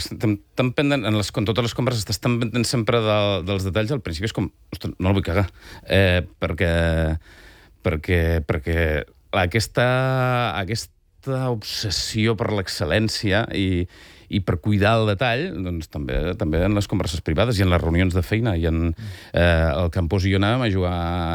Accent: Catalonia, Spain; jo sóc de Ponent

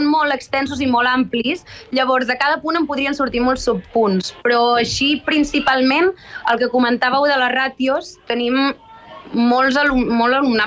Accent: Girona, Catalonia, Spain; Som de Girona i a vegades el tema aquest de centralitzar-ho tot a Barcelona sí que s'ha anat fent territorialment

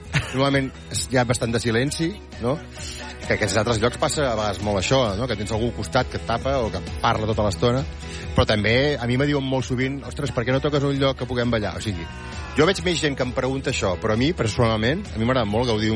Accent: La Bisbal d'Empordà, Catalonia, Spain

